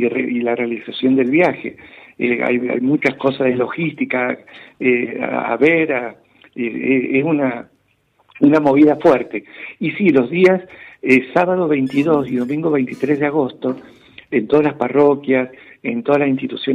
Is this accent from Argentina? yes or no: yes; Argentina; que nos haga bien como argentinos.